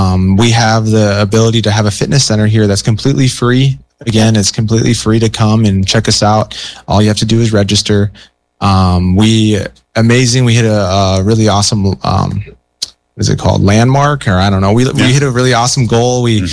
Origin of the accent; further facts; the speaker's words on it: Pine Ridge, South Dakota, United States; And again here, or I'm Ihonkdawan from South Dakota and Oglala from Pine Ridge.